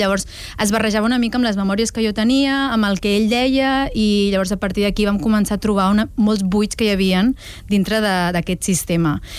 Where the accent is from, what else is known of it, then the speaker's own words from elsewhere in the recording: Reus, Catalonia, Spain; normalment jo dic soc de Reus i la gent em pregunta, no, realment d'on ets, d'on, sí, vens?